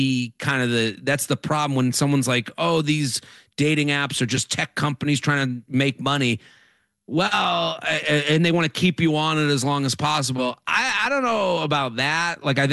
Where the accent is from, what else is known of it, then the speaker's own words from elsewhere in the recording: Needham, Massachusetts, United States; I'm from Needham.